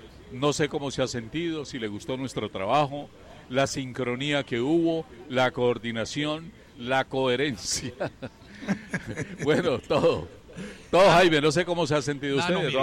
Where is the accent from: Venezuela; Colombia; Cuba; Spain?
Colombia; como colombianos nos siguen viendo como chipchombianos